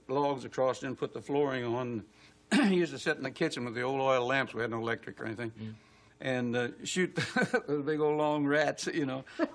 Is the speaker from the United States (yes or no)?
yes; Portsmouth, Ohio, United States; also born or lived in Cincinnati; No, I was born in Cincinnati, actually, and when I was 2 years old, my dad built a houseboat. And I lived on the Ohio River for 5 years